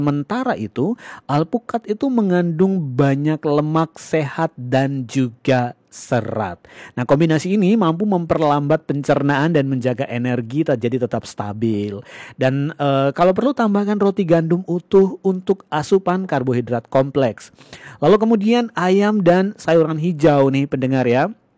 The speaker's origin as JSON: {"language": "Indonesian", "town": "Ruteng", "region": "East Nusa Tenggara", "country": "Indonesia", "tie": "born or raised there", "moved": "yes", "said": "Ini waktu kecil saya sering makan loh, soalnya dulu di daerah saya di Flores, tentunya di daerah Manggarai di Ruteng itu"}